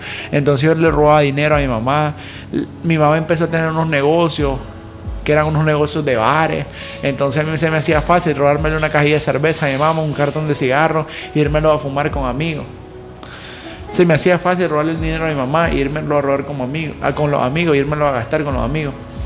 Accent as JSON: {"language": "Spanish", "town": "Tipitapa", "region": "Managua", "country": "Nicaragua", "said": "yo soy de Tipitapa, de Managua, la capital, si no conocen algunas personas."}